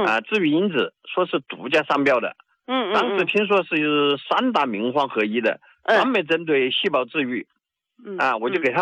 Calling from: Xiangyang, Hubei, China; 我是湖北襄樊的。

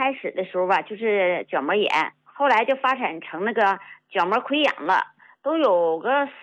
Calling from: Heilongjiang, China; 我是黑龙江的。

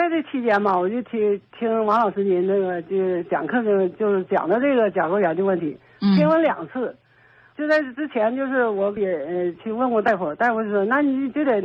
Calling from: Fushun, Liaoning, China; 我是辽宁抚顺。

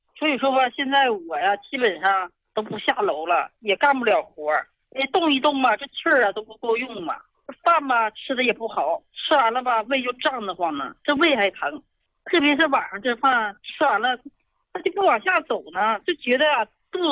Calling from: Harbin, Heilongjiang, China; 我家是黑龙江哈尔滨的

